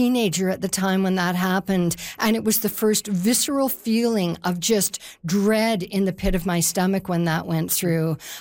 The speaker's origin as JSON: {"language": "English", "town": "Regina", "region": "Saskatchewan", "country": "Canada", "tie": "born or raised there", "said": "I was a kid growing up in Regina"}